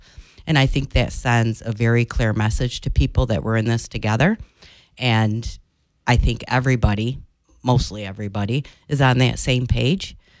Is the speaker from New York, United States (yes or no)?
yes; Herkimer, New York, United States; I grew up in Herkimer. Still live in Herkimer.